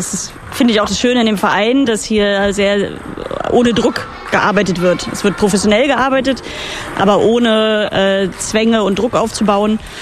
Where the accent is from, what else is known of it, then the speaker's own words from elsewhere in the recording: Berlin-Brandenburg, Germany; wir kommen eigentlich alle aus Berlin-Brandenburg, aus der Region